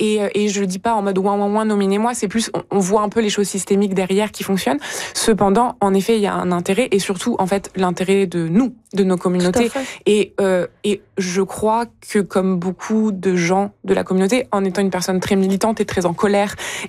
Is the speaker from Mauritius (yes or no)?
no; France; Je dis du coup parce que je suis française